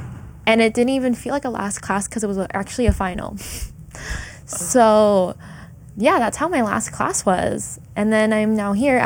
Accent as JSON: {"language": "English", "area": "Orange County", "region": "California", "country": "United States", "tie": "born or raised there", "said": "Born and raised in OC"}